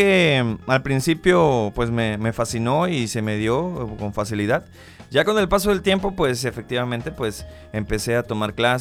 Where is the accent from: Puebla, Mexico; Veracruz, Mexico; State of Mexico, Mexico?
Veracruz, Mexico; Nosotros somos de Veracruz.